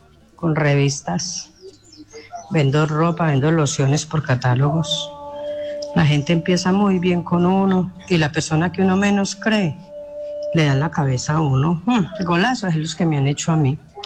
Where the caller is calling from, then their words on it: Obando, Valle del Cauca, Colombia; de Obando.